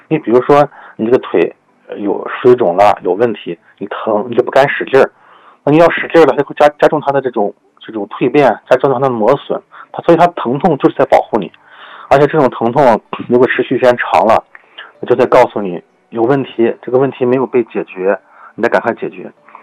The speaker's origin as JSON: {"language": "Chinese", "country": "China", "said": "我们中国人"}